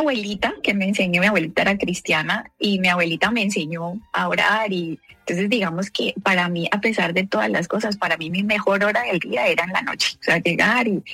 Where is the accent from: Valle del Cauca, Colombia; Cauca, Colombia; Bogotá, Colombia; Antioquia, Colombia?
Bogotá, Colombia; Yo nací en Bogotá, en un hogar donde tuve pues una mamá cristiana, una mamá que me enseñaba a amar a Jesús, y un papá muy católico